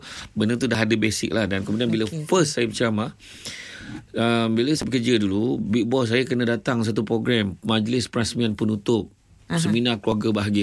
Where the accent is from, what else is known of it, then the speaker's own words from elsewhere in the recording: Seremban, Negeri Sembilan, Malaysia; also born or lived in Batu Kikir; Saya berasal dilahirkan di Kampung Aida Dali, Batu Kikir, Jempol, Negeri Sembilan, Malaysia. Dan saya membesar di Seremban.